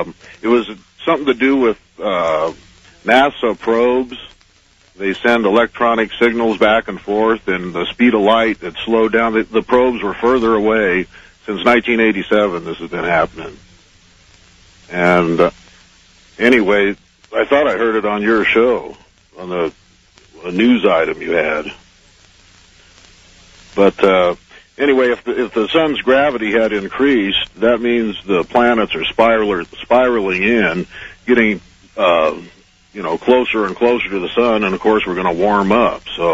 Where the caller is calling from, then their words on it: Reno, Nevada, United States; from Reno.